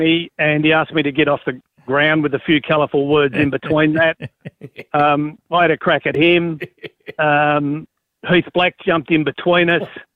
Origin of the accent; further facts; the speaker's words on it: Tamora, New South Wales, Australia; born there; When I was appointed coach of Fremantle, people didn't know I was born in Tamora in the Riverina. So the first thing I said was, I was born in New South Wales.